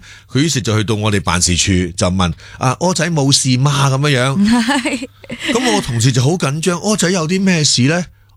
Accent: Hong Kong; 我们香港人就很醒目的，很精灵的，也很精明的

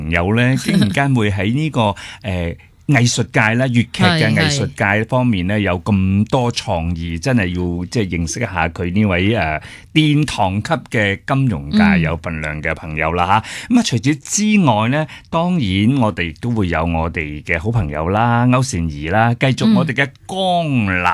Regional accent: Hong Kong

